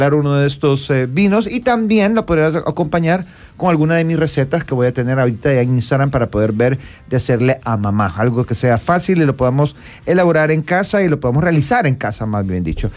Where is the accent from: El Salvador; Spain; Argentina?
El Salvador; que somos salvadoreños